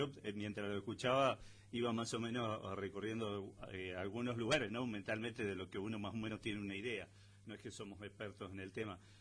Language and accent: Spanish; Argentina; nuestro país es tan grande que por ahí nos falta conocer podríamos decir, más de un 70%, y somos argentinos.